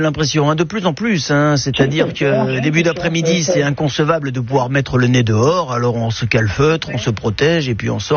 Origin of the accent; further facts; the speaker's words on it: Menton, Provence-Alpes-Côte d'Azur, France; Bah, bon, vous savez, moi je suis de Menton, j'habitais donc Menton et à l'avenue Thiers de Menton